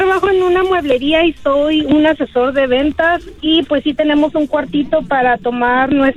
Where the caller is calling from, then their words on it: Houston, Texas, United States; Les hablo de Houston, Texas.